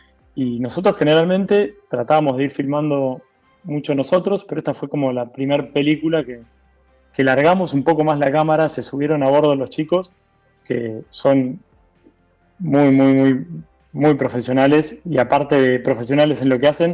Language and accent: Spanish; Buenos Aires, Argentina; Somos de las afueras de la costa. Buenos Aires.